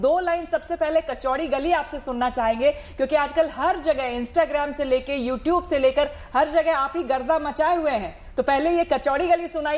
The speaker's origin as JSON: {"language": "Hindi", "region": "Bihar", "country": "India", "said": "मैं खुद मिथिलांचल से हूँ"}